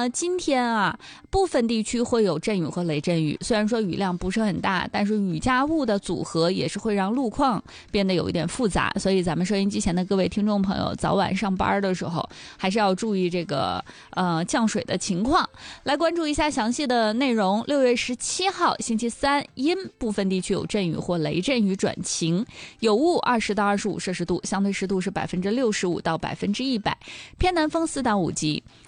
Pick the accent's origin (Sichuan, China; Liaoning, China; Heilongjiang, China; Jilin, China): Liaoning, China; Dalian; 咱们大连人